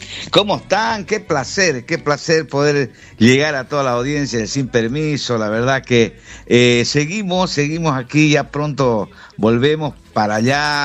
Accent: Tarija, Bolivia

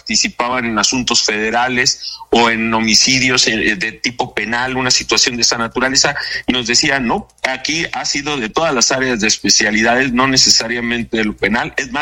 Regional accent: Ciudad Obregón, Sonora, Mexico; now in Mexicali, Mexico; También te podría decir que crecí en Ciudad Obregón también, entonces conozco el calor húmedo.

